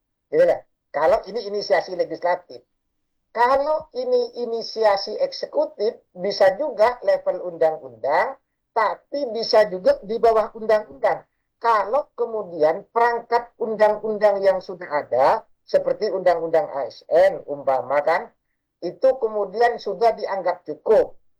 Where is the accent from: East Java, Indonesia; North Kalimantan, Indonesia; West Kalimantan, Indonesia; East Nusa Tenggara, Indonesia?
East Java, Indonesia; Bangkalan; saya orang Madura, Mbak. Saya orang Bangkalan, Pak Yuda.